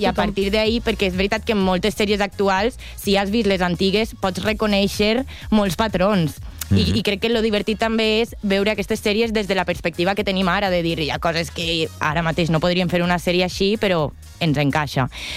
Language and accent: Catalan; Valencia, Valencian Community, Spain; Jo que sóc de València, la ruta del bacalao, això era destroyer pur i dur.